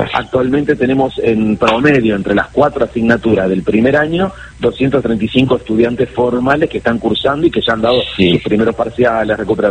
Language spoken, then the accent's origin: Spanish; Buenos Aires Province, Argentina; Yo nací en Capital, viví siempre en el conurbano bonaerense, claro.